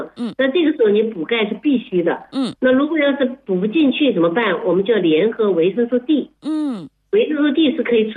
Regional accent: China

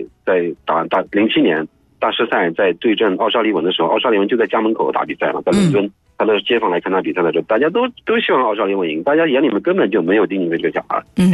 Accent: China; 我们中国人打这个球绝对不比他们差，

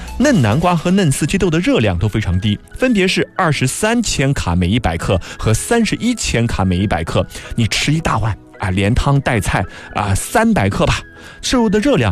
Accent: Guizhou, China; now in Nanjing, China; 作为一个贵州人，我要给你们隆重推荐一下全网都在看的贵州省汤素瓜豆。

